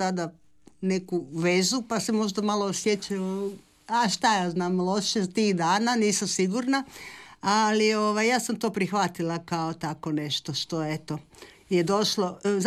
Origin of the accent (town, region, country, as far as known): Croatia